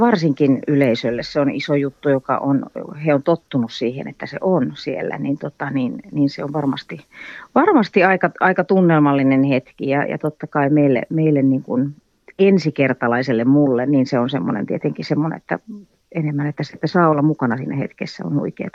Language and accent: Finnish; France; mä itse olen lapsuuteni viettänyt Ranskassa ja itsehän mä asun nykyäänkin Ranskassa jo 13 vuotta ollut ja on koko kouluikänikin käynyt ranskalaista koulua